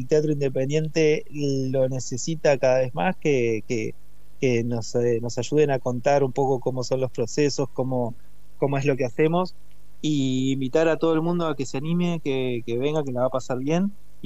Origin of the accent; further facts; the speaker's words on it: La Plata, Buenos Aires Province, Argentina; Soy de La Plata, me inicié en la Plata con un maestro de acá